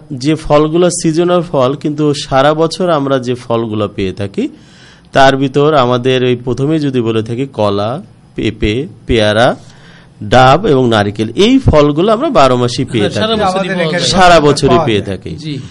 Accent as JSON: {"language": "Bangla", "country": "Bangladesh", "said": "আমরা বাংলাদেশের মানুষ"}